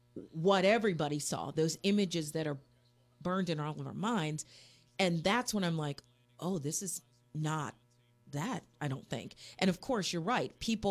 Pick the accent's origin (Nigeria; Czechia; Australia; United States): United States; Frederick, Maryland; I was working in my hometown of Frederick, Maryland.